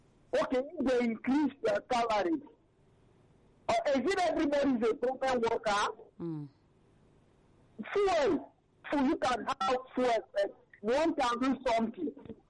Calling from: Abu Dhabi, United Arab Emirates; I'm calling you from Abu Dhabi.

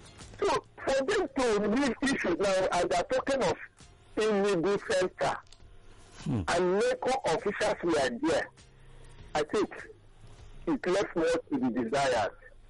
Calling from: Edo, Nigeria; I'm calling from Edo.

